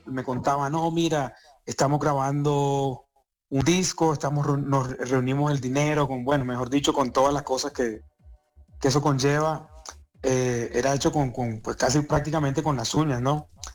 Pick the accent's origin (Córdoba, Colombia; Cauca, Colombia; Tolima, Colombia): Córdoba, Colombia; Montería; moved away as an adult; now in Bogotá, Colombia; Vine a Bogotá hace en el 2004 a estudiar música. Soy de Montería.